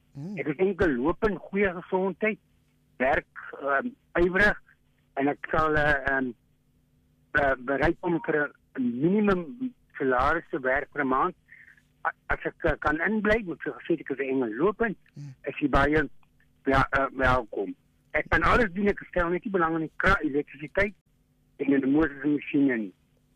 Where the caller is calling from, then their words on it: Darling, Western Cape, South Africa; van Darling.